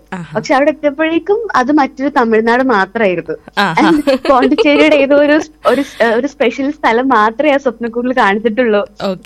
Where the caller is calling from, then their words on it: Kannur, Kerala, India; കണ്ണൂരിൽ നിന്നാണ് വിളിക്കുന്നത്.